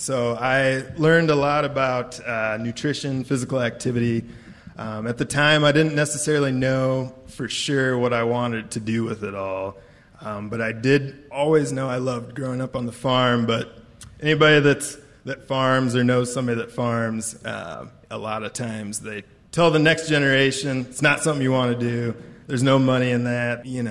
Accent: Coggin, United States; So, growing up in Coggin, being there my whole life, and I actually own the farm down the road from the family farm that I grew up on.

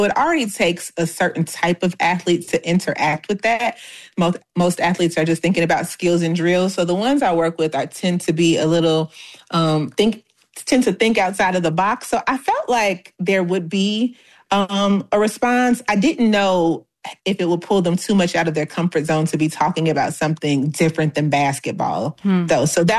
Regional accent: United States; also born or lived in Chicago, Illinois / Milwaukee, Wisconsin; I'm from Chicago and Milwaukee

